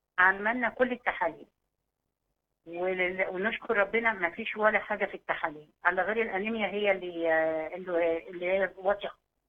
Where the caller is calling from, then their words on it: Cairo, Cairo Governorate, Egypt; أنا من القاهرة، … من القاهرة.